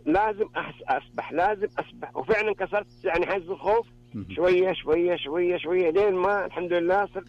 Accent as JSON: {"language": "Arabic", "town": "Jeddah", "region": "Makkah Province", "country": "Saudi Arabia", "tie": "born or raised there", "said": "أنا صح إنه من جدة ومدينة ساحلية وكذا."}